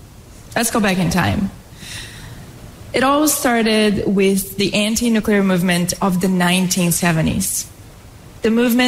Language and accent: English; Brazil; My wake-up call came after seeing the fires ravage the world in California, in Australia, and in my home country of Brazil.